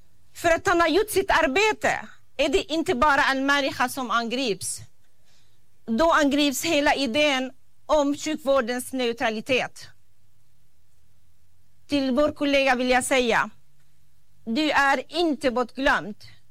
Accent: Palestine; Jag står här inte bara som palestinier, utan också som barnläkare.

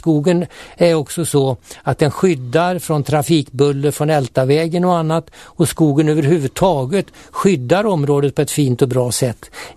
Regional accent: Älta, Stockholm County, Sweden; den ligger mig speciellt varmt om hjärtat eftersom jag kommer från Älta och är väldigt mycket ute i Älta Mosse.

